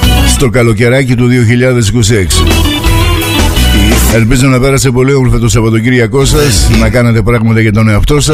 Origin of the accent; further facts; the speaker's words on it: Greece; Σαν Έλληνας που είμαι